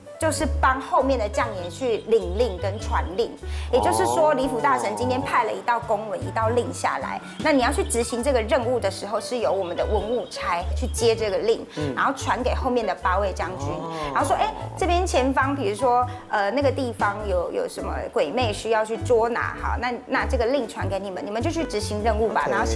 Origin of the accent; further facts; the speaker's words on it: Kaohsiung, Taiwan; also born or lived in Taipei; 然后我那时候在台北，就是写完论文毕业回来到高雄的时候，发现我家乡的吉盛堂就面临这个导管的危机，就失传的这个风险这样。